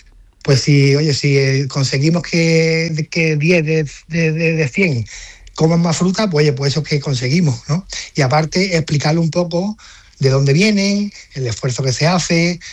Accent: Marbella, Andalusia, Spain; yo me crié en Marbella y mi Marbella siempre ha llevado por bandera

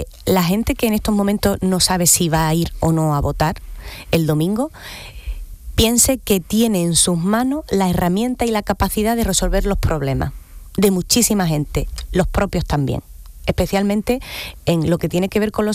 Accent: San Juan del Puerto, Andalusia, Spain; Yo lo veo en mi pueblo, en San Juan.

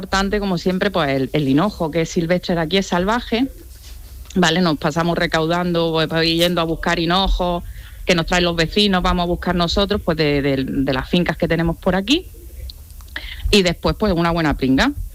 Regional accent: Barcelona, Catalonia, Spain; Yo vine de Barcelona. Yo aprendí pues todo lo que son las comidas de aquí

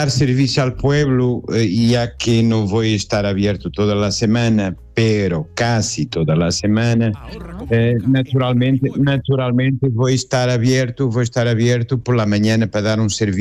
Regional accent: Portugal; Spanish is a second language; moved away as an adult; also born or lived in Almuñécar, Spain / Motril, Spain; now in Spain; Sí, soy portugués, señor.

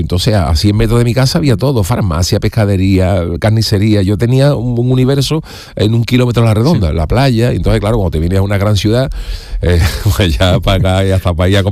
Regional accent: Cádiz, Andalusia, Spain; born there; Pero yo nací en Cádiz. O sea, yo de nacimiento soy gadita.

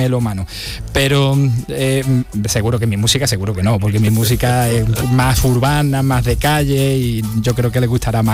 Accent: Andalusia, Spain

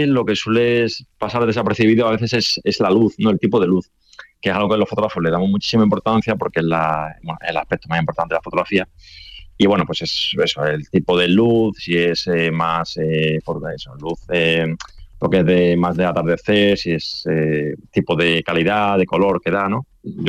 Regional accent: Seville, Andalusia, Spain; yo soy de Sevilla

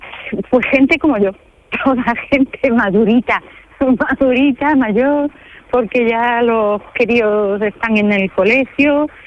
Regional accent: San Fernando, Andalusia, Spain; Pero voy a San Fernando, que es mi pueblo, y estoy haciendo historia del arte.

